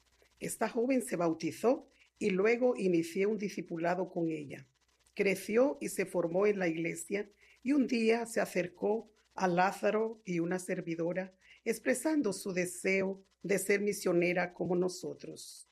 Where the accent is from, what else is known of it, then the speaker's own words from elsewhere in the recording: Honduras; moved away as an adult; now in Spain; Soy hondureña y estudié en el Seminario Teológico Centroamericano de la Promoción 1986.